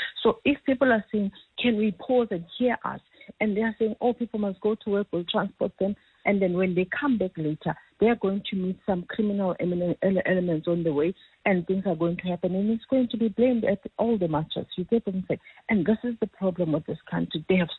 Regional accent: Yeoville, Gauteng, South Africa; I mean, if you go to Yeovil, I grew up in Yeovil. Yeovil says nothing about South Africa.

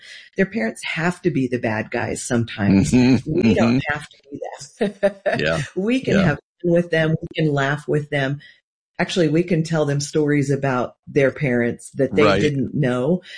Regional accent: Nebraska, United States; Well, I grew up in Nebraska, and we have no professional sports teams there, and so you get to pick what you like.

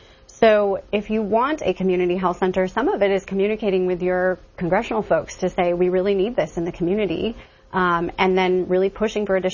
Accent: Maine, United States; my home state

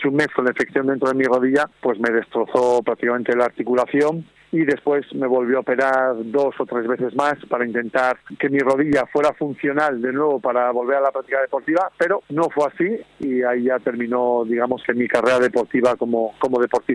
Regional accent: Los Corrales de Buelna, Cantabria, Spain; also born or lived in Torrelavega; Sí, eso es. Nací en Torrelavega. ¿Mm? Y rápidamente fui a los Corrales de Buelna, cuna del balonmano también.

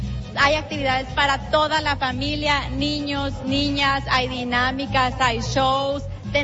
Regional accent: Nuevo León, Mexico; Claro, tenemos que presumir lo que somos, nuestro orgullo regio

